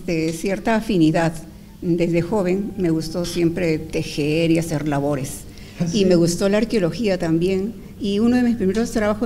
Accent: Peru

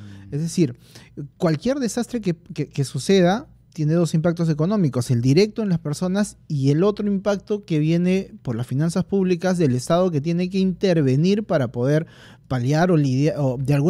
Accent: Huancayo, Junín, Peru; moved away; Huancayo, que dicho sea paso es mi tierra

